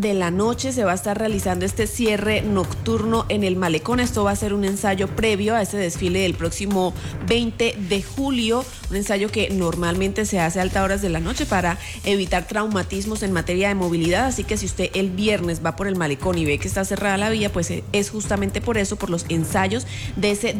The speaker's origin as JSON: {"language": "Spanish", "town": "El Carmen", "region": "Norte de Santander", "country": "Colombia", "tie": "born there", "moved": "yes", "said": "Hoy mi pueblo está cumpliendo 340 años de fundación, el Carmen Norte de Santander."}